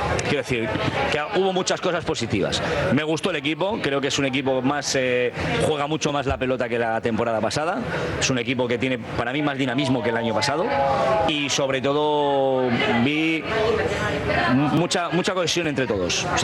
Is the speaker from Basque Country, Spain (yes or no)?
yes; Sestao, Basque Country, Spain; Yo soy de Sestao y en eso me siento súper orgulloso, porque no es gente que es millonaria, ¿eh?